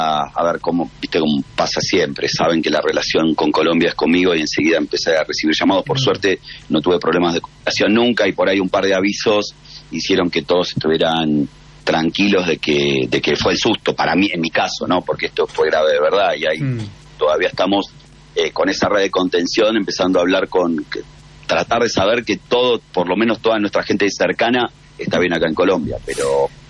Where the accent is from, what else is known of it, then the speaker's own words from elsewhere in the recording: Buenos Aires, Argentina; lo único parecido que vivimos en Buenos Aires, yo soy de Buenos Aires, es algo en el 78